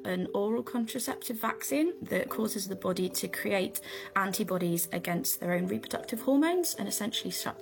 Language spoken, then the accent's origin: English; North East England, United Kingdom; I grew up in Northumberland, where there is still little pockets of red squirrels